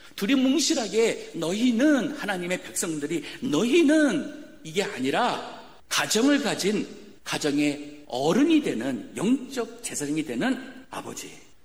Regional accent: South Korea

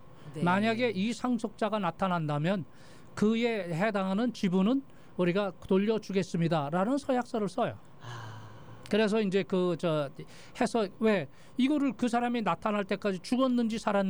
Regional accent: Chungcheong, South Korea; moved away; 제 고향이 충청도이기 때문에 충청도일 거예요.

